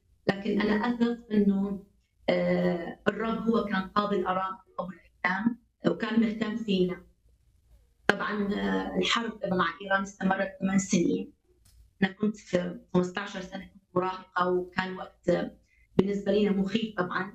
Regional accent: Baghdad, Baghdad Governorate, Iraq; من العراق، كنت عايشه في بغداد، بغداد هي عاصمه العراق. انا نشات في عائله مسيحيه

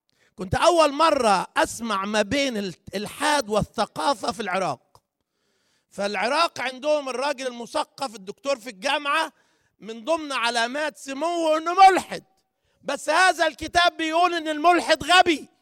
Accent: Upper Egypt, Egypt; معلش انا اخوكم صعيدي.

